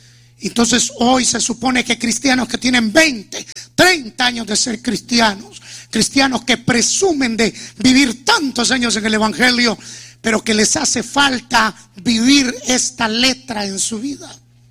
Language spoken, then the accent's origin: Spanish; Guatemala